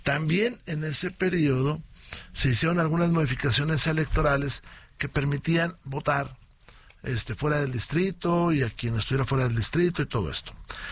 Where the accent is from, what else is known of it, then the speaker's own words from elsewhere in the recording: Mexico; Yo soy de los que piensa que todos somos mexicanos